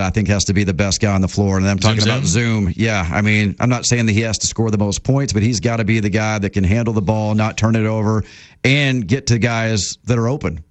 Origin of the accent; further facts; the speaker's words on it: Wisconsin, United States; Sir, I'm from Wisconsin. I speak English.